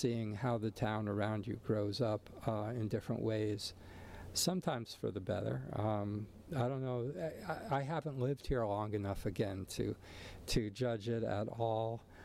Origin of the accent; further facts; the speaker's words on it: Allentown, Pennsylvania, United States; moved away; I certainly am charmed to be back in Allentown, my hometown